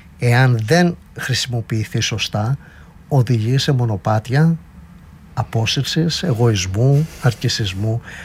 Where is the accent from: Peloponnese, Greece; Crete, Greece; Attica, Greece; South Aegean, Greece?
Peloponnese, Greece; Ναι, και εγώ από εκεί είμαι.